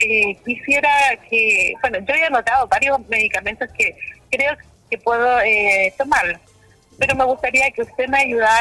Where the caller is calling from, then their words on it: Maipú, Santiago Metropolitan Region, Chile; yo soy de Maipú.